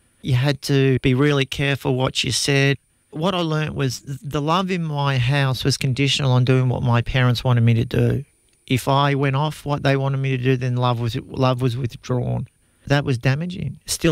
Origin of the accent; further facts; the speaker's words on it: Seaford, Victoria, Australia; I grew up in Melbourne, in a place called Seaford, which was a really horrible place. A tough housing commission area